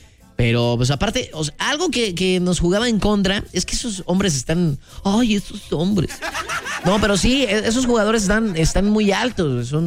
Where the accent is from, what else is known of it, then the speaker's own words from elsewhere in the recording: Mexico; Los mexicanos nos llevamos, o sea, somos cotorros.